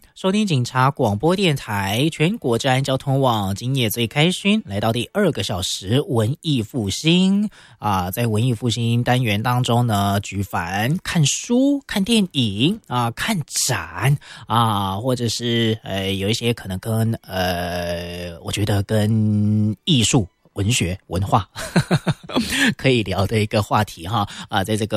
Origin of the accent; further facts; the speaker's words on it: Taipei, Taiwan; 事实上呢，身为台北人的我哈，哎，我第一次得到哎有这个街头剧场活动的一个消息的时候